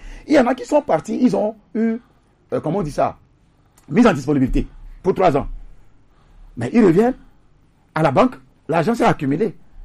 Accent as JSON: {"language": "French", "country": "Togo", "said": "c'est un problème sérieux chez nous au Togo."}